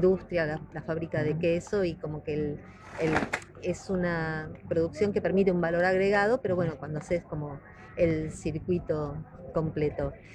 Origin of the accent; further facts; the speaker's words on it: Argentina; yo vengo de Argentina